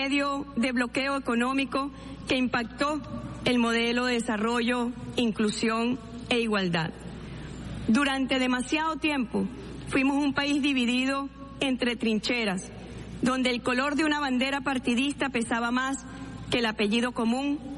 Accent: Venezuela; encontrar en el diálogo político respetuoso un espacio genuino para dirimir las diferencias que como venezolanos tenemos

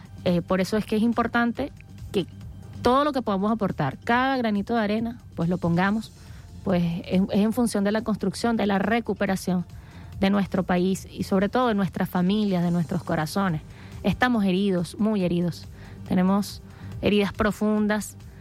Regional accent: Venezuela; lo que verdaderamente somos los venezolanos y las venezolanas, de nuestra identidad

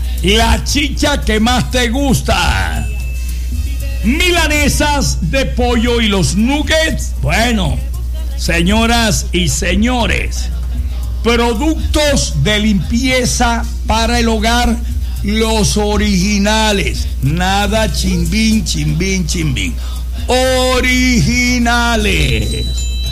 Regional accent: Venezuela

